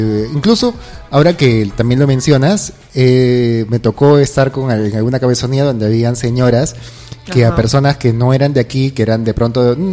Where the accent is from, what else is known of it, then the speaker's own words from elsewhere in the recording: Lima, Peru; now in Lamas, Peru; Evidentemente, vine de Lima a Lamas con mi esposa, pues a vivir aquí. Si bien la familia de mi esposa es de Lamas, ya conocía Lamas